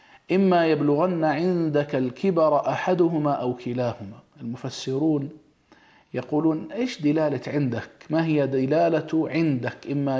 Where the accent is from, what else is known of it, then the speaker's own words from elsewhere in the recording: Jordan; يعني البر والصلة والطاعة للوالدين من مميزات مجتمعنا الأردني بفضل الله تعالى.